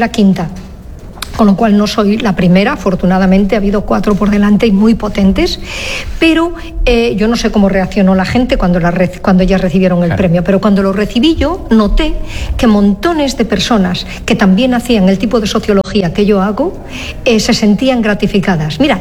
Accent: El Bierzo, Castile and León, Spain; born there; now in Valencia, Spain; he nacido en León, en la provincia de León, en El Bierzo.

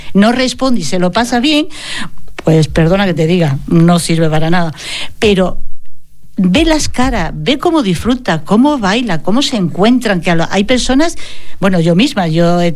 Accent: Seville, Andalusia, Spain; yo que soy de Sevilla

